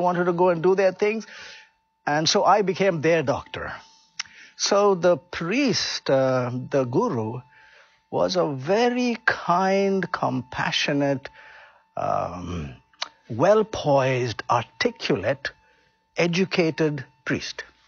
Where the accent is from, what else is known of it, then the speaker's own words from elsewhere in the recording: India; moved away; I grew up in India